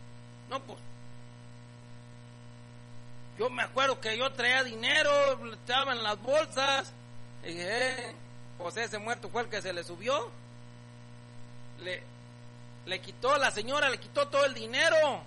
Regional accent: Poncitlán, Jalisco, Mexico; Yo soy de Poncitlán. No, ¿cuál Poncitlán? Es allá de la Piedra Grande, de allá de las Peñitas.

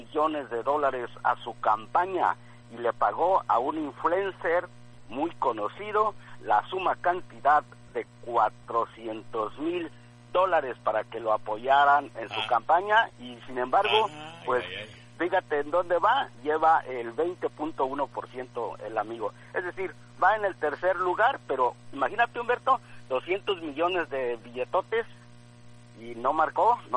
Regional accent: Mexico; las mexicanas y mexicanos

